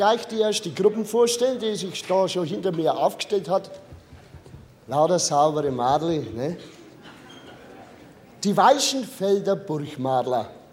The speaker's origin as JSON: {"language": "German", "town": "Nuremberg", "region": "Bavaria", "country": "Germany", "said": "bin ich ein Nürnberger, ne? Sonst hätte ich nicht Brei gesagt. … ein Nürnberger, wie gesagt. Zurzeit lebe ich in Stahr. Aber das gehört auch halber zu Nürnberg"}